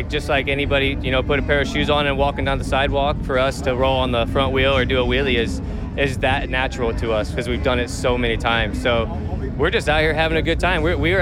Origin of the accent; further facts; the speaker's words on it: Fort Wayne, Indiana, United States; I'm from Fort Wayne, Indiana, and I'm a professional stunt rider